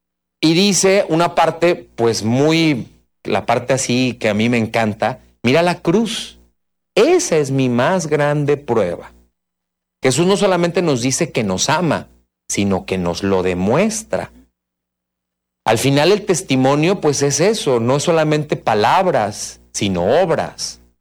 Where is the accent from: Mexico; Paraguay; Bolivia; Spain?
Mexico; Los colombianos dicen chistes verdes y los mexicanos decimos chistes rojos. Aquí todos somos mexicanos o tenemos raíces mexicanas, ¿no?